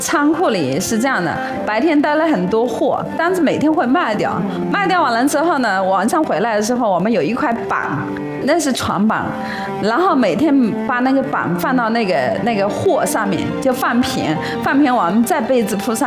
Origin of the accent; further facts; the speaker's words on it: Yiwu, Zhejiang, China; 我们义乌人的基因啊